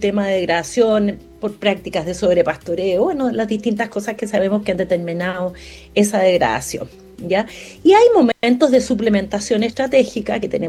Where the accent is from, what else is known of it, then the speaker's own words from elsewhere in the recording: O'Higgins, Chile; No, no, yo soy de O'Higgins.